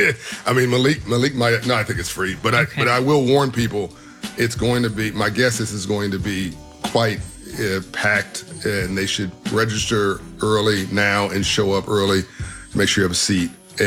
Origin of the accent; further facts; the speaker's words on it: Los Angeles, California, United States; I grew up in South Central.